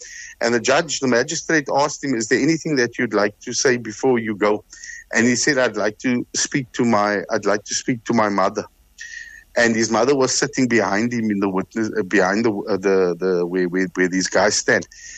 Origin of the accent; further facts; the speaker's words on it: Cape Town, Western Cape, South Africa; I grew up in Bonteville, and my parents worked.